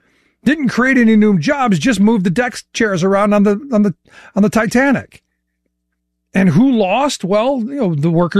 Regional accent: Cleveland, Ohio, United States; like when I grew up in Cleveland, they gave them energy.

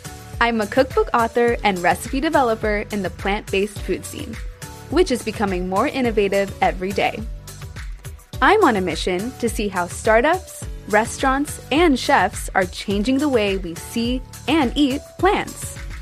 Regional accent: Los Angeles, California, United States; I'm heading to Los Angeles, my hometown, to visit a popular fast food chain serving up show-stopping burgers without the beef. Growing up in SoCal

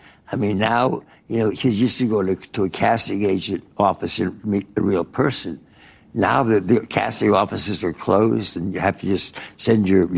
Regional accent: East Coast, United States; I grew up on the East Coast. I was at all boys, sort of private prep schools and this and that.

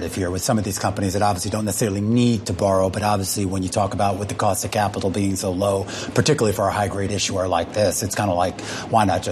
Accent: Chicago, Illinois, United States; born there; now in New York, United States; I was born in Chicago.

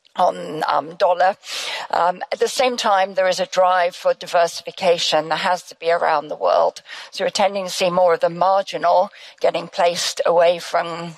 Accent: Scotland, United Kingdom; I'm Scottish, so I tend to be more prudent than, than many, so I'm true to my roots there.

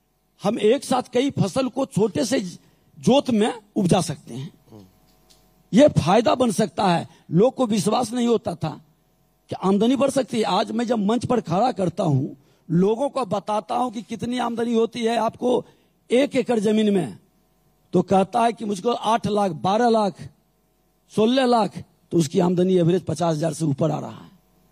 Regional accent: Bihar, India; मैं बिहारी हूं।

